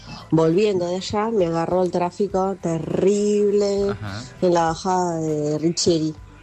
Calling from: Buenos Aires, Argentina; de Agronomía.

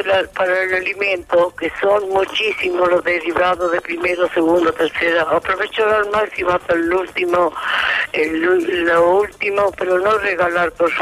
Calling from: Argentina

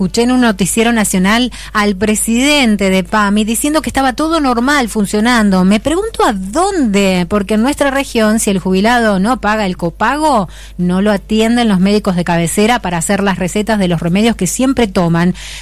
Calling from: Mar del Plata, Buenos Aires Province, Argentina; de Mar del Plata.

